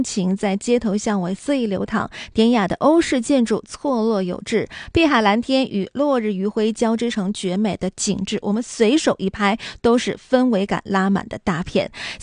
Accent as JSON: {"language": "Chinese", "town": "Harbin", "region": "Heilongjiang", "country": "China", "said": "它离我们哈尔滨是近在咫尺的，不用转机，不用倒时差，坐着大巴就能够轻松出境了。我想这是独属于我们东北人的出境游福利。"}